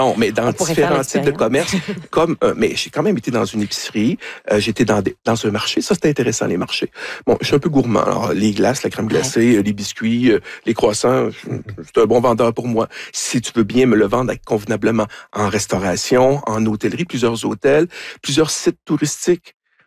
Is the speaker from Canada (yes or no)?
yes; Quebec, Canada; On est des Canadiens. Ah, blablabla, bla, bla, Québécois, etc.